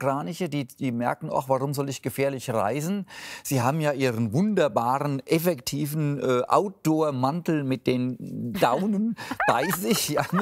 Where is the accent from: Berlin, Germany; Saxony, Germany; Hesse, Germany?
Hesse, Germany; Büttelborn; das sind ein typisches Übernachtungsgebiet, Bruchwiesen bei Büttelborn, das ist direkt meine Heimat.